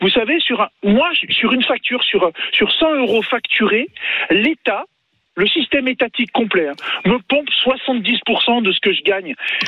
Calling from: France; moi, je suis français

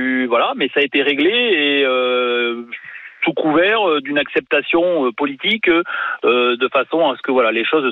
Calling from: Bordeaux, Nouvelle-Aquitaine, France; Moi, j'habite à Bordeaux

